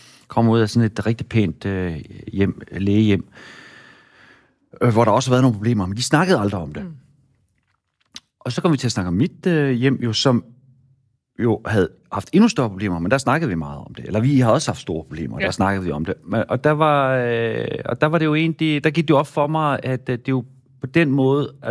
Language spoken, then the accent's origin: Danish; Central Denmark Region, Denmark; Så fordi jeg er vokset op i Midtjylland og kun har haft engelsk i 3 år, så er mit engelsk jo så skole dansk.